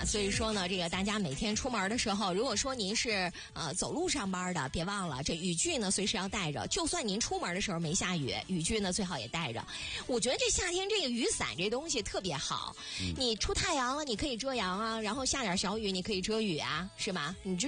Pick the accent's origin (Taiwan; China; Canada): China; Northeast China; 作为东北人来说